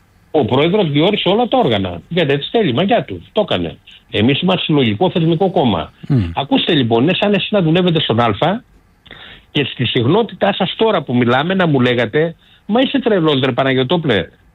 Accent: Amaliada, Western Greece, Greece; όπως λέμε στο χωριό μου στην Αμαλιάδα

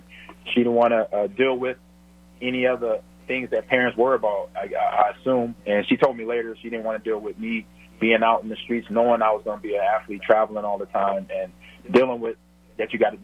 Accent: Glendale, California, United States; also born or lived in Omaha, United States; I was born in Omaha and raised in Omaha until about age, three and a half, 4 or 3 and a half, 5 years old, somewhere in there. And then we moved out to Los Angeles. Me and my mom moved out to Glendale to live with my godmother

